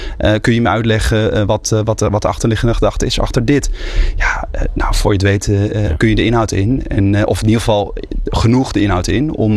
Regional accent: Netherlands

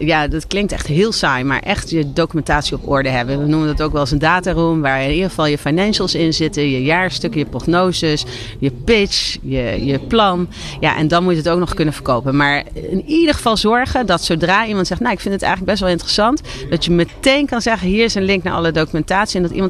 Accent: Curaçao; now in Netherlands; waar ik vandaan kom, Curaçao

